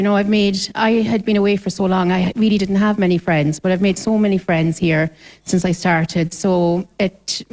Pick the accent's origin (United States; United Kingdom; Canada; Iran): United Kingdom; Scotland; also born or lived in Dublin; now in Mayo, Ireland; Well, and no, I wasn't from Dublin. I'm originally from Scotland.